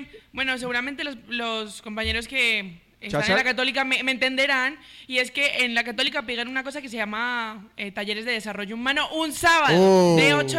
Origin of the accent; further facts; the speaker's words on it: Getafe, Community of Madrid, Spain; Sí. Orgullosamente española, de Getafe.